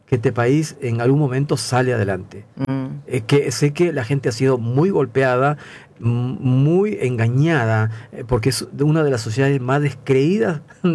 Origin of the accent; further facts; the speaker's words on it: Peru; now in Argentina; a mí me pasa cuando yo me voy a mi país, lo extraño, Rosario.